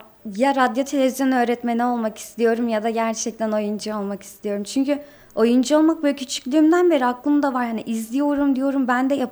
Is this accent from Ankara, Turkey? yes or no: yes; Ankara, Turkey; Aslında Malatyalıyım, doğma büyüme Ankaralıyım. Şu anda radyo televizyon öğrencisiyim, 18 yaşındayım.